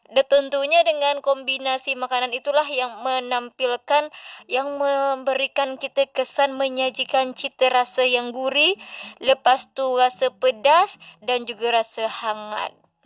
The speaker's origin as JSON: {"language": "Indonesian", "region": "Riau Islands", "country": "Indonesia", "said": "orang kita Melayu nih, Kepulauan Riau."}